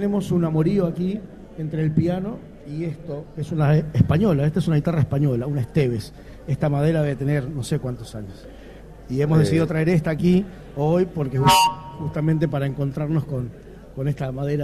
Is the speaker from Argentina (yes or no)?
yes; Chaco, Argentina; born there; yo soy nacido en el Chaco, entonces allá de mi litoral, y esto lo soñábamos.